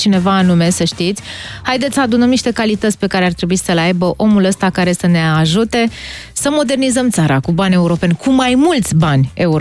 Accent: Romania; Că ne interesează și asta, că suntem români.

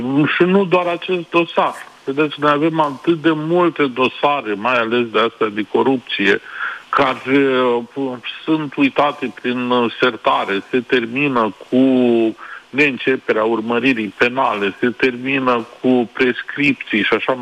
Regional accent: Iași, Iași County, Romania; moved away; ca ieșean născut și crescut

